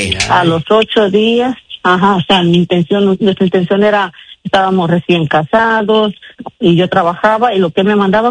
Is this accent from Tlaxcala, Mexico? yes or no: no; Guanajuato, Mexico